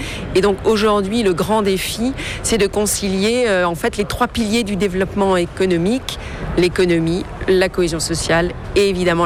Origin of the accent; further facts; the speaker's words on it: Brittany, France; je suis bretonne